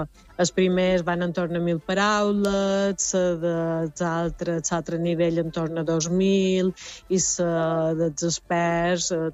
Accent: Inca, Balearic Islands, Spain; jo que som d'Inca

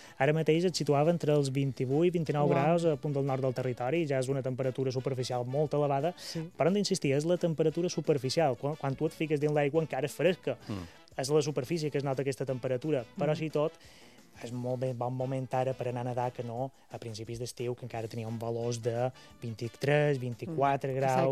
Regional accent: Mallorca, Balearic Islands, Spain

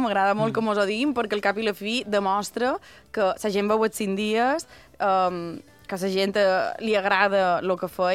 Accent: Sencelles, Balearic Islands, Spain; born or raised there; now in Palma, Spain

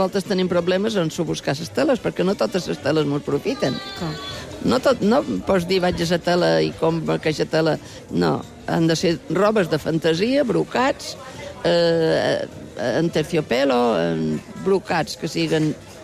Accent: Santa Gertrudis, Balearic Islands, Spain; Sí, jo he nascut a Santa Gertrudis.

